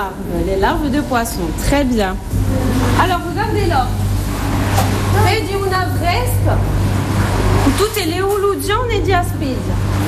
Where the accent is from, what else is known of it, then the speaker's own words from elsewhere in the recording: Bonifacio, Corsica, France; chez nous, à Bonifacio